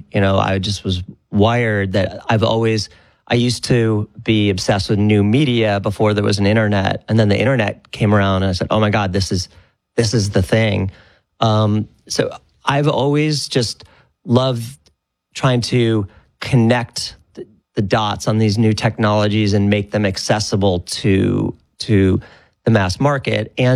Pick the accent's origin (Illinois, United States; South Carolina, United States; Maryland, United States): Illinois, United States; Chicago; Sure. So, yeah, I grew up in Chicago. I was just your basic pragmatic Chicago liberal.